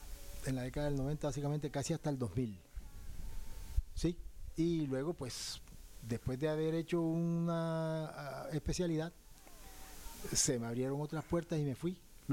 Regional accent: Barranquilla, Atlántico, Colombia; Yo soy oriundo de Barranquilla, estudié en la Universidad de Cartagena, me gradué en 1987 como médico.

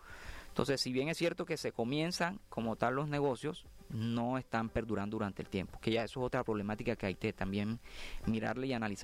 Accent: Colombia; Y más que tenemos muchos recursos para explotar aquí en Colombia. Entonces, nosotros somos un país que contamos con muchísimos recursos

